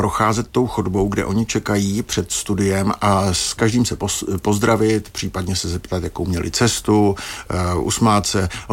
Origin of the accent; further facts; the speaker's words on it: Brno, South Moravian Region, Czechia; jsem z Brna.